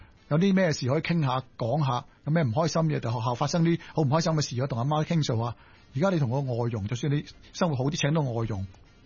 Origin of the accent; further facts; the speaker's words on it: China; 我哋中国人不嬲科举制度啊嘛